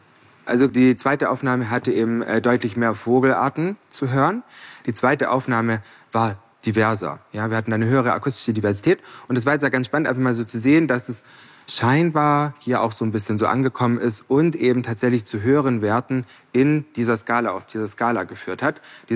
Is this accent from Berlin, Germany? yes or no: no; Baden-Württemberg, Germany; born or raised there